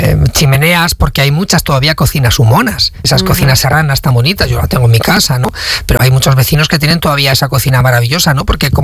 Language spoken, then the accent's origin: Spanish; Palazuelos de Eresma, Castile and León, Spain; eran las de mi pueblo, de Palazuelos, porque todavía, estando cerca de la capital